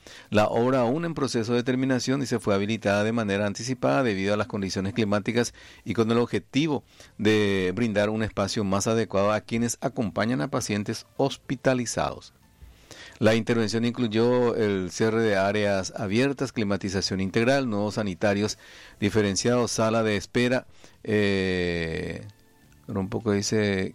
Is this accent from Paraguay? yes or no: yes; Paraguay; Porque así somos los paraguayos, lamentablemente.